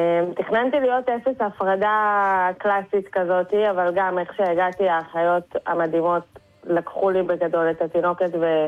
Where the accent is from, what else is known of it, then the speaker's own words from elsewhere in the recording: Haifa, Haifa District, Israel; אני עירונית, אני מחיפה.